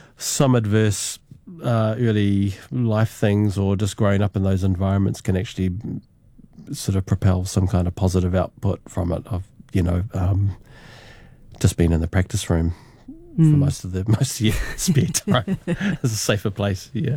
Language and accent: English; New Zealand; It was definitely hard especially for my friends who are also Māori or, they struggled.